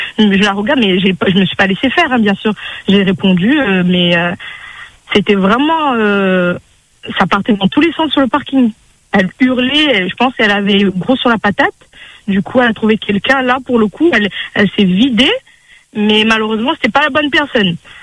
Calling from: Comoros; moi, je suis comorienne.

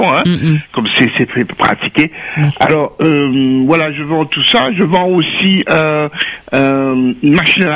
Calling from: Saint-Pierre, Réunion; Je suis sur Saint-Pierre.

